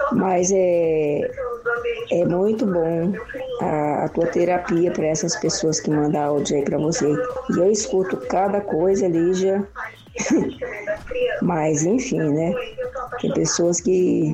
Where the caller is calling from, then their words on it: São Paulo, Brazil; Sou do interior, daqui, de São Paulo.